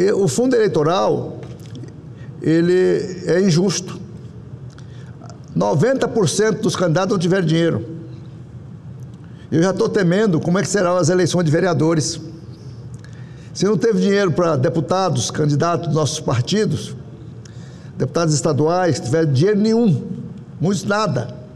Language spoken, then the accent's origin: Portuguese; Rondônia, Brazil; Lá no meu estado de Rondônia